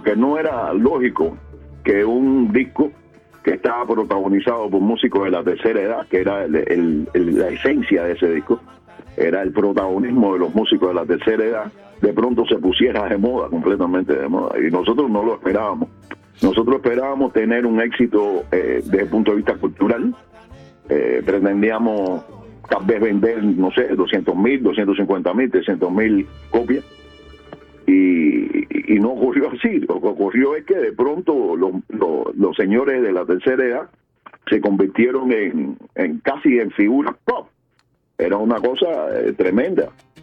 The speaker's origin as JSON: {"language": "Spanish", "country": "Cuba", "tie": "born there", "said": "Y en general yo estoy muy orgulloso de haber nacido en mi país, y de haber luchado durante tantos años para preservar la cultura de mi país"}